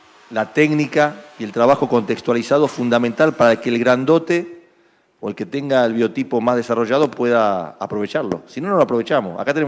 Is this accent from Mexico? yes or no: no; Argentina